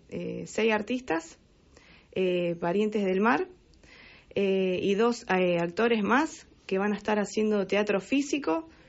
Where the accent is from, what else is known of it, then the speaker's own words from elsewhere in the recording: Rosario, Santa Fe, Argentina; Soy nacida y criada en la ciudad de Rosario.